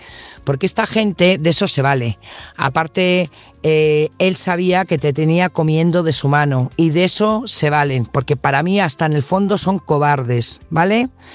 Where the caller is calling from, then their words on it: Burgos, Castile and León, Spain; Buenas noches … corresponsal de Burgos